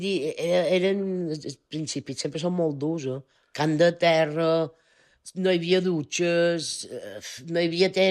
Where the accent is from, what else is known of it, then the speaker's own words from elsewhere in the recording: Bunyola, Balearic Islands, Spain; I del Baleares vam venir allà on jo volia anar, en el Bunyola. Jo som molt de Bunyola.